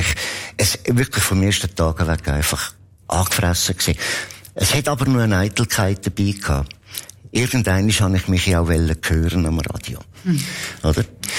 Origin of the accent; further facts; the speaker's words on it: Lucerne, Switzerland; now in Bern, Switzerland; Und in Bern, ich als Luzerner, habe ich nicht einmal dürfen Beitrag auf Mundart lesen. Ich musste einen Berndeutschkurs machen.